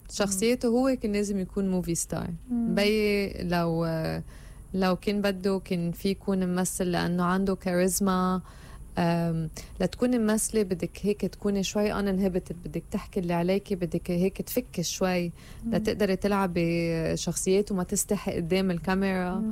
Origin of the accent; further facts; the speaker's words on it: Lebanon; مش هيك أنا لما بيجي لهون بيقولوا لي أنت شو إحساسك كلبنانية عم تشتغلي بمصر؟